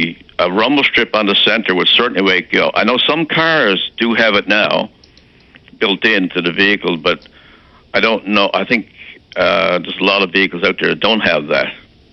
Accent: Newfoundland and Labrador, Canada; But I notice driving back and forth to the island, because I'm from the East Coast, that there's less rumble strips from Gander westward.

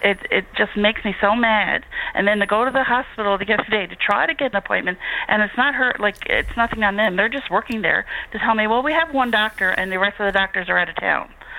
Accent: Wabush, Newfoundland and Labrador, Canada; now in St. John's, Canada; I grew up in Wabush, loved my life down here. I had a great life. Then I moved away, and then now I live in, I just live outside St. John's area.

